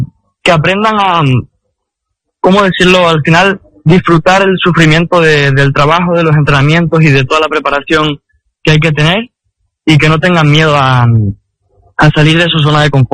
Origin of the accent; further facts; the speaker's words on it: Canary Islands, Spain; now in United Arab Emirates; mi tierra